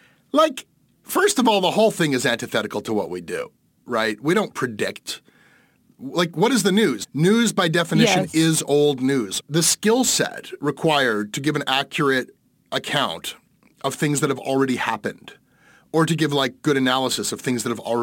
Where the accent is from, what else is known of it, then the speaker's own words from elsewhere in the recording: Canada; born there; I was lucky enough just to be born into, you know, being Canadian.